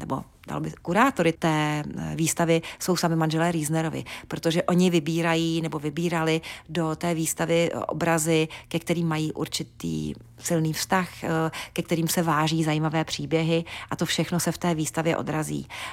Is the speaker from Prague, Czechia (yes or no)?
yes; Prague, Czechia; now in Humpolec, Czechia; i když já třeba osobně jsem Pražák jako poleno, jak se říká, ale Humpolec mi velmi jaksi přirostl prostě k srdci a vlastně trávím tady už mnohem víc času než v Praze